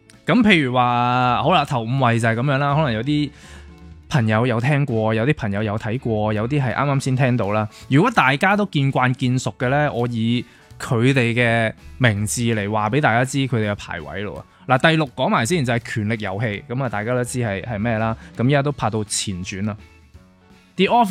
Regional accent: Hong Kong; 我哋香港人都可以去参与呢一啲盛会啊。

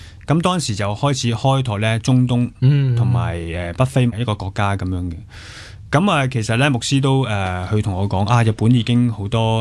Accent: Hong Kong; 我哋香港人

